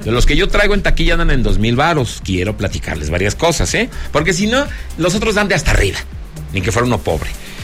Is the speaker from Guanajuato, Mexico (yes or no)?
no; Zacatecas, Mexico; Amigo querido, bienvenido a mi tierra Zacatecas.